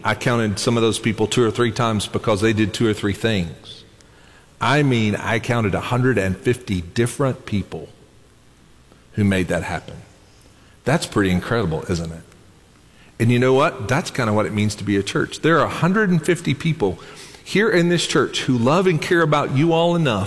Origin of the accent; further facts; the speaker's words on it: Kentucky, United States; I'm from Western Kentucky and we didn't learn anything past that.